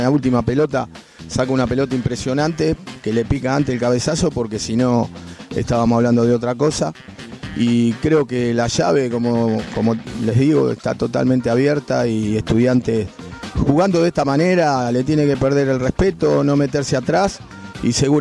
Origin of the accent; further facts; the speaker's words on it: Argentina; orgullo como argentino de que Estudiantes le haya hecho el partido que le hizo